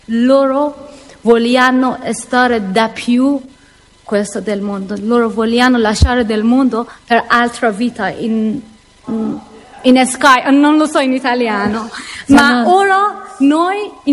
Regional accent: Afghanistan; Italian is a second language; moved away

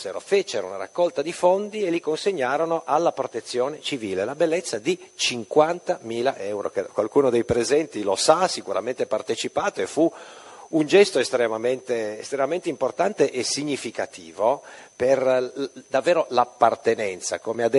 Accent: Piedmont, Italy; Io vengo dal Piemonte, e come l'onorevole Bruno e in particolare come il professor Naso, sono parte anch'io di una minoranza religiosa oggetto di persecuzioni molto sanguinose

